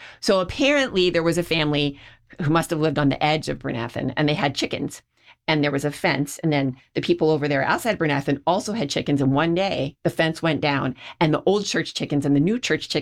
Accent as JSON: {"language": "English", "town": "Bryn Athyn", "region": "Pennsylvania", "country": "United States", "tie": "born there"}